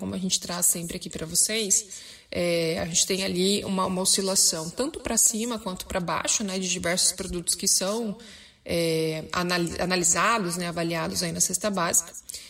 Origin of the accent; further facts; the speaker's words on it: São Paulo, Brazil; now in Cacoal, Brazil; eu sou de São Paulo